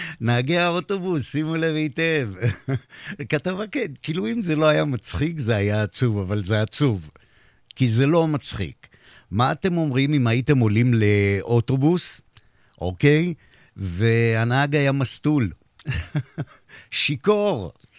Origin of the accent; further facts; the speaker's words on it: Bat Yam, Tel Aviv District, Israel; אני מכיר את הרחוב הזה טוב מאוד, גדלתי שם כחלק מהחברים שלי שם.